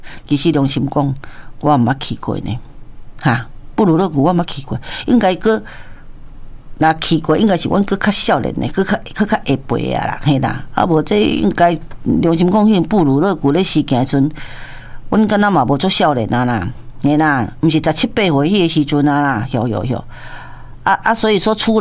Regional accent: Kaohsiung, Taiwan; 我们高雄人

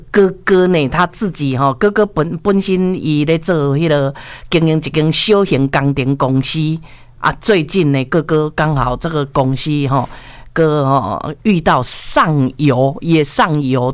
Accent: Taiwan

